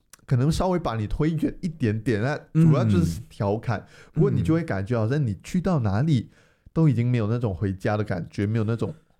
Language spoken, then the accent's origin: Chinese; Malaysia; accent: Malaysian; moved away as an adult; now in Taiwan; 就是告诉大家我们是马来西亚人的时候